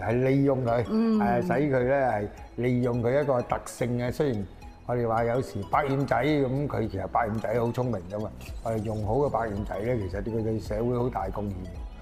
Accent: Foshan, Guangdong, China; moved away; 就翻翻我家鄉順德佛山區嘅佛山順德區裏面咧去搞呢件事咧。

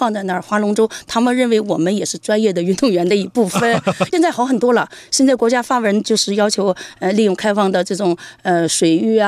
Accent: Dalian, Liaoning, China; moved away as an adult; now in Beijing, China; 因为我算是一个北漂嘛，我的老家是大连的。

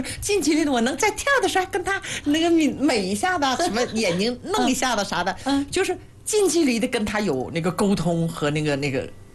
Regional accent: China; 我是喝纳闷江水长大的

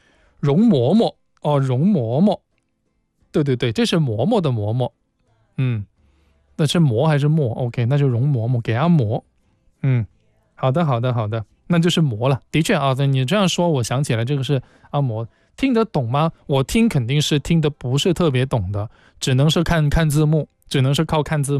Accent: Guangzhou, Guangdong, China; 就像我一个广州人

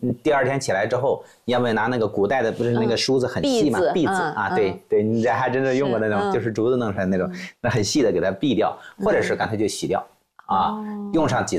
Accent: Hengshui, Hebei, China; moved away; 信都，河北省现在的衡水市蓟州区。我的老家。

